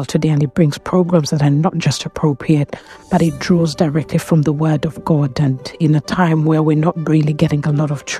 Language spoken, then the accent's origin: English; London, United Kingdom; I am from London.